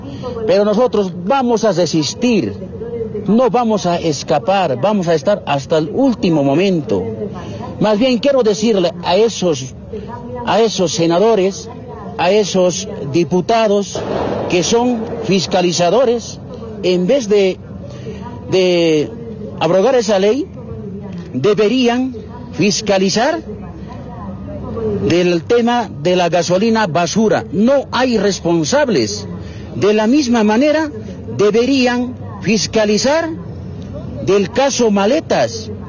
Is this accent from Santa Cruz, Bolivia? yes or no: yes; Santa Cruz, Bolivia; yo vengo de Santa Cruz, soy representante de la Federación Única de Campesinos.